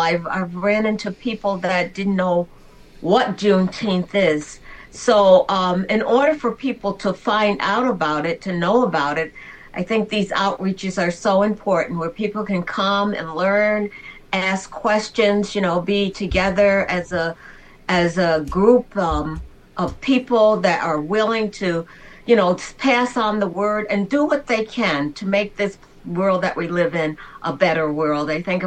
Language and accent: English; Chatham, New York, United States; I'm a member of Painting Me Church in Chatham, associate minister there. And I grew up in Chatham